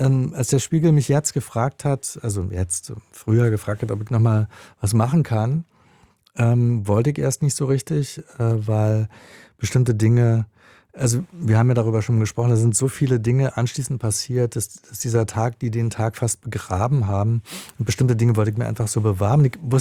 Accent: Germany; also born or lived in Israel; Ich bin auch nach Israel gegangen, ich habe da auch gelebt. Und das hatte auch Gründe, die haben, glaube ich, mit mir als Deutscher irgendwie zu tun.

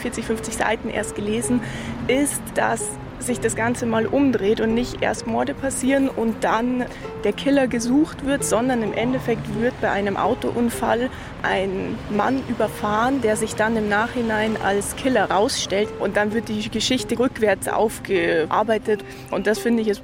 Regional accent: Dachau, Bavaria, Germany; ich komme aus Dachau.

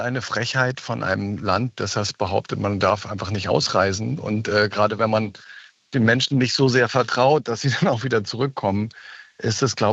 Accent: West Germany, Germany; ich bin ja im Westen aufgewachsen.

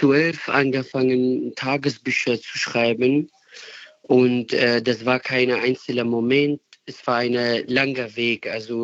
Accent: Sinjar, Nineveh, Iraq; Ich denke an die Menschen, die wir verloren haben, an meine Familie, in meine Heimat Shingal.

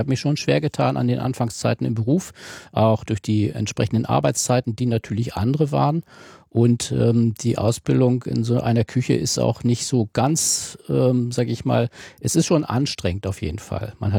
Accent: Northern Germany, Germany; Na, der Knick ist ja bei uns in Norddeutschland so eine Art Heckenlandschaft, haben wir ja

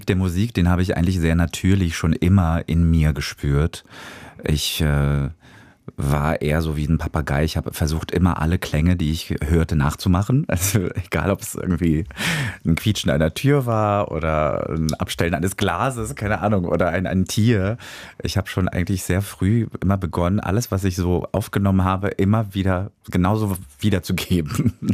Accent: Augsburg, Bavaria, Germany; German is a second language; also born or lived in Georgia / Berlin / Nuremberg; Wir sind ja in Berlin erstmal angekommen, dann ging es nach Nürnberg, dann von Nürnberg nach Augsburg. Und dann bin ich in Augsburg aufgewachsen, im schönen Augsburg.

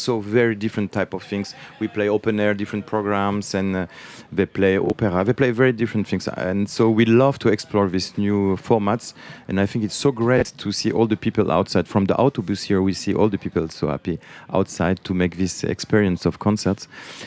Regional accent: France; born there; German is a second language; Ich bin in Frankreich geboren. Ich bin Franzose.

